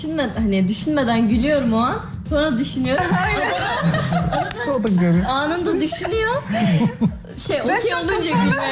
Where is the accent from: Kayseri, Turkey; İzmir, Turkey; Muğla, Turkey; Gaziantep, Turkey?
İzmir, Turkey; Ben İzmirliyim.